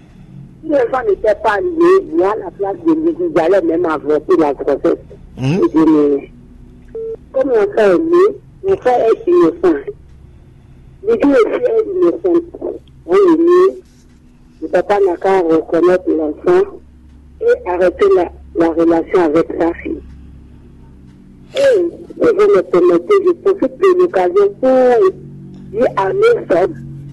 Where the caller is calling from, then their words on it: Canada; j'appelle depuis Canada.